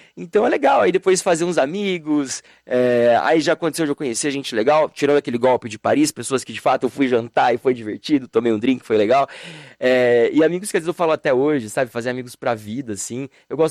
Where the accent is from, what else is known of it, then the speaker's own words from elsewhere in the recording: Brazil; De onde você é? Aí, Brasil, Brasil!